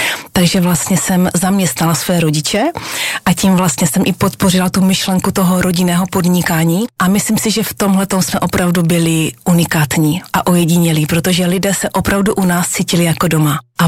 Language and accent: Czech; Moravia, Czechia; vrátila zpátky na Moravu, odkud pocházím